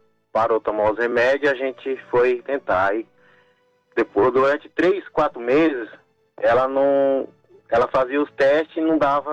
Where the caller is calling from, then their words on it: Mogi Guaçu, São Paulo, Brazil; Eu falo de Mogi Guaçu, São Paulo.